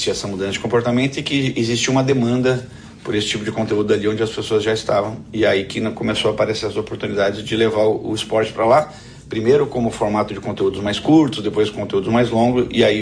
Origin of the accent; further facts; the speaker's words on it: Portugal; Particularmente eu sou português, né? Então já tem essa vantagem.